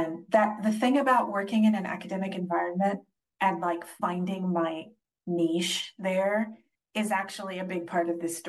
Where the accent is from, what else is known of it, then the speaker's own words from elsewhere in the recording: California, United States; moved away as an adult; now in England, United Kingdom; I've worked in the US. I'm from California. And I've been working in England for about 11 years now. I've lived here. It's my home. It's my permanent home.